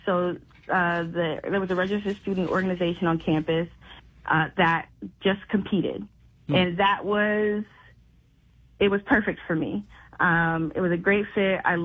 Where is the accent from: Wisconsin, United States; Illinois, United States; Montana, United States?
Illinois, United States; Urbana; born there; I actually went to Urbana. I went to Urbana Middle School and Urbana High School and U of I, and then moved away briefly. So this is home.